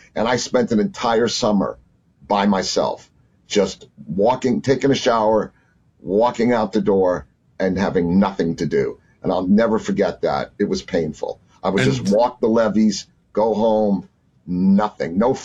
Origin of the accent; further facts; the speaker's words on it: New Jersey, United States; And we go, no, we're from New Jersey.